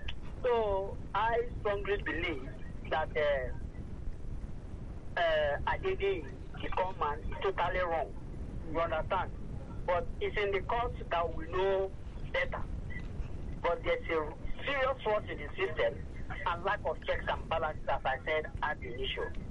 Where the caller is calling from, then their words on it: Nigeria; I'm calling from Abarunjan, Ikoto.